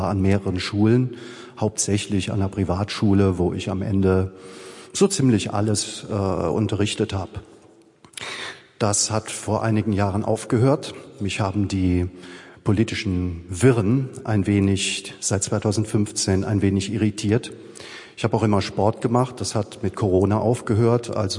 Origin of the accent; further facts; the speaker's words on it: Mettlach, Saarland, Germany; Ich stamme aus Mettlach, wo ich noch wohne.